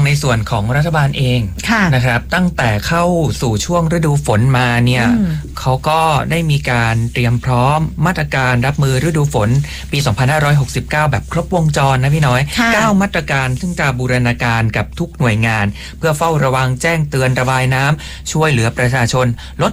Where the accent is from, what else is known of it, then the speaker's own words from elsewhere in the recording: Surat Thani, Thailand; คนใต้แต่ว่าเป็นคนสุราษฎร